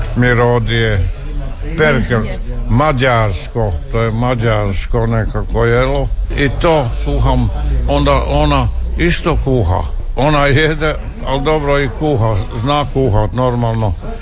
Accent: Zagreb, City of Zagreb, Croatia; born or raised there; accent: Kajkavian

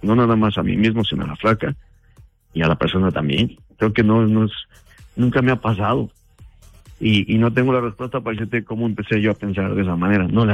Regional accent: Mexico; now in Omaha, United States; el acento también, pues, ella pensaba que yo soy de Brasil o de algún lado por allá. Nunca pensé que fuera mexicano.

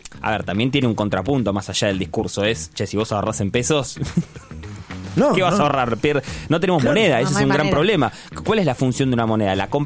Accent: Argentina; En este caso los campeones somos los argentinos.

